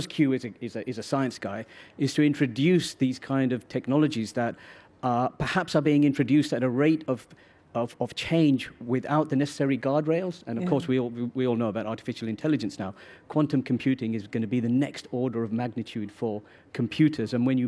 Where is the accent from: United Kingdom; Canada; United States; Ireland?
United Kingdom; as a British Asian